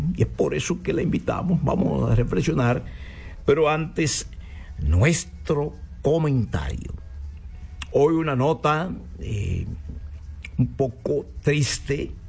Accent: Dominican Republic

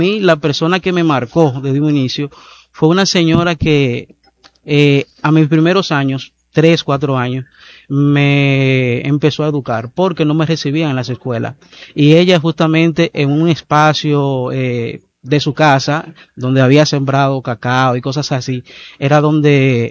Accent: La Vega, Dominican Republic; Yo soy nacido y criado aquí en La Vega.

